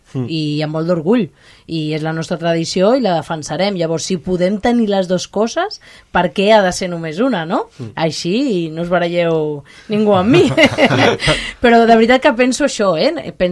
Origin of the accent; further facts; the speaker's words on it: Catalonia, Spain; som catalans, tenim una tradició